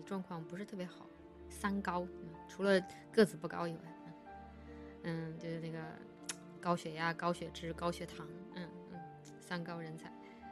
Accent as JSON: {"language": "Chinese", "region": "Chongqing", "country": "China", "tie": "born or raised there", "said": "在我家乡重庆哈。"}